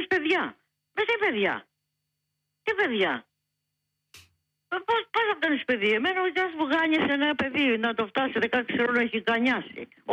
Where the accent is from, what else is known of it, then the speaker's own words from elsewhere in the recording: Athens, Attica, Greece; born there; Γεννήθηκα στο Παγκράτη